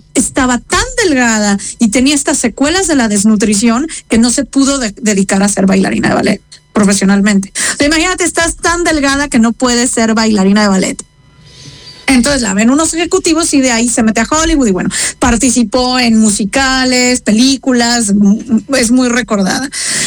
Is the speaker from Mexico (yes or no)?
yes; Mexico; a mi punto de vista, como mujer y como mexicana, me sentí ofendida.